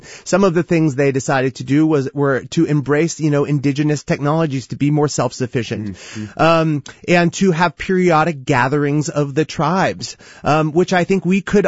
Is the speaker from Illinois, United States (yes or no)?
no; Marin County, California, United States; in Marin County in my hometown.